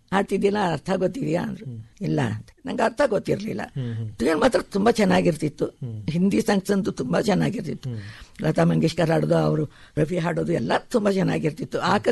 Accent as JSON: {"language": "Kannada", "region": "Karnataka", "country": "India", "tie": "born or raised there", "also_born_or_lived": "K R Nagar", "said": "ನಮ್ಮ ಊರು ಹಳ್ಳಿ ಅಲ್ವಾ, ಅಲ್ಲಿ ಹುಣಸೂರು ಪಿರಿಯಾಪಟ್ಟಣ ಬೆಟ್ಟಪುರ ಅಂತ ಹಳ್ಳಿಗಳಿತ್ತು"}